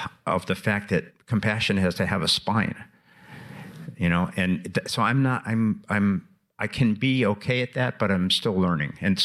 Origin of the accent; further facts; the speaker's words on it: Chicago, Illinois, United States; I grew up in Chicago on the South Side, and there was a very, you know, very male-centered time.